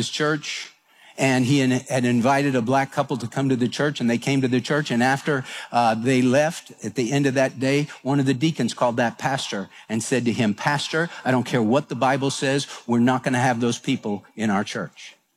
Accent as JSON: {"language": "English", "town": "Houston", "region": "Texas", "country": "United States"}